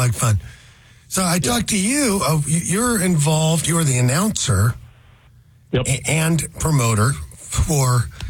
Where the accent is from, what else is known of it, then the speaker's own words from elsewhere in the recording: Ballard, Washington, United States; Well, I never participated, but I had lots of friends that did. I was from Ballard